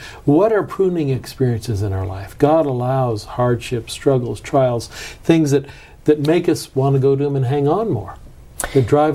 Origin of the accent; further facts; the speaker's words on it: Lebanon; And growing up in the Middle East, we lived in Lebanon. We had a grape arbor right outside the back door of our house.